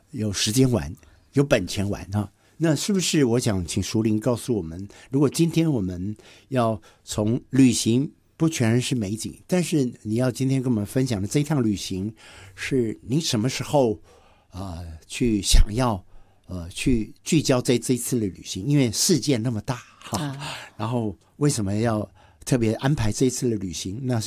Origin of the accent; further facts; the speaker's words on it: Tainan, Taiwan; 因为他的特别是我们都是同乡、然后我们是来自于台南，但是我们在台北认识